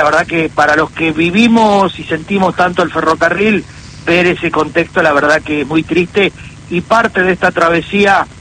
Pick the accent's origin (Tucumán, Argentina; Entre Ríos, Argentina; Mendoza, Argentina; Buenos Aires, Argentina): Buenos Aires, Argentina; Timoté; yo soy de Timoté, en la provincia de Buenos Aires, oeste de la provincia de Buenos Aires.